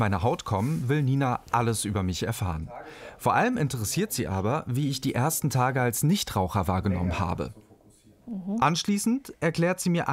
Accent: Croatia; Als Kroate

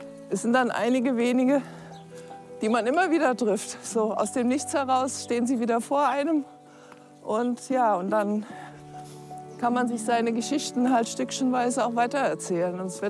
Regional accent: Wiesbaden, Hesse, Germany; Aus Wiesbaden.

